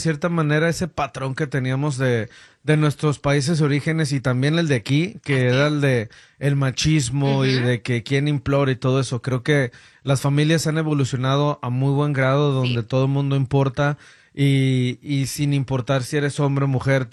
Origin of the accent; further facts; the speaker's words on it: Guanajuato, Mexico; moved away; yo soy de Guanajuato.